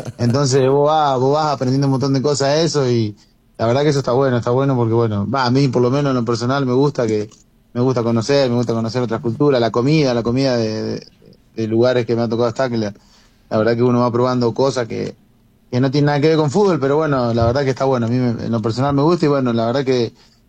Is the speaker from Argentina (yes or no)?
yes; Argentina; gracias a Messi y todas las cosas que hemos logrado como selección, como argentino, como los futbolistas esos que están ahí en el top.